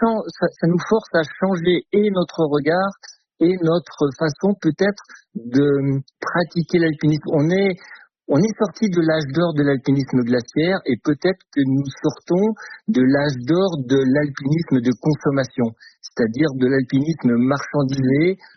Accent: Auvergne-Rhône-Alpes, France; ou plus récemment chez nous, en Oisans, le village bien connu de l'Aberarde, qui a été quasiment complètement détruit

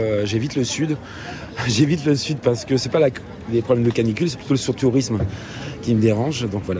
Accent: Brussels, Brussels-Capital Region, Belgium

